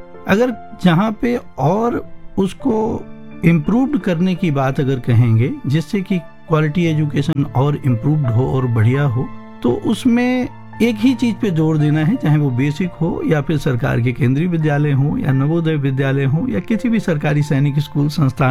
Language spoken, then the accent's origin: Hindi; Chitrakoot, Uttar Pradesh, India; born there; मेरी जन्मभूमि भगवान राम की तपोस्थली चित्रकूट, जो उत्तर प्रदेश के बुंदेलखंड रीजन में आता है